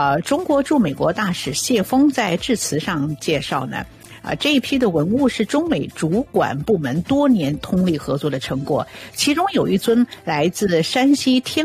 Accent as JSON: {"language": "Chinese", "country": "Canada", "said": "Winter Blue 对我们加拿大人的影响也还是蛮大的"}